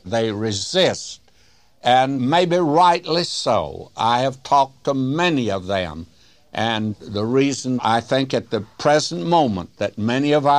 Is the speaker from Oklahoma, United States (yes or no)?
yes; Springer, Oklahoma, United States; I was raised in the South. I can remember as a little boy that they went forward when I was 10 years old under a brush arbor in Springer, Oklahoma, back of an unpainted Methodist church.